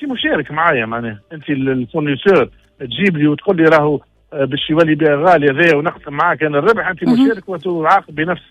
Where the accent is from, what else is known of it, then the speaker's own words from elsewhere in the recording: Tunisia; انا كمواطن تونسي